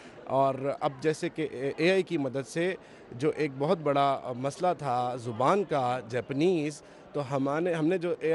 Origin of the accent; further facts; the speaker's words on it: Lahore, Punjab, Pakistan; اور ہم لاہور سے آئے ہیں۔